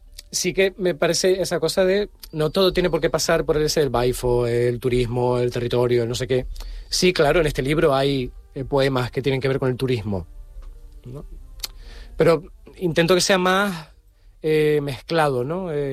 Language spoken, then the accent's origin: Spanish; Santa Cruz de Tenerife, Canary Islands, Spain; bueno, yo que soy de Santa Cruz... Sí, tenemos familia en La Perdoma, pero no teníamos animales